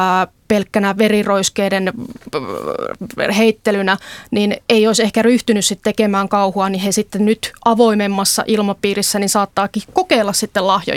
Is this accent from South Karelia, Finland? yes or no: yes; Imatra, South Karelia, Finland; moved away; itsehän olen siis Imatralta kotoisin alun perin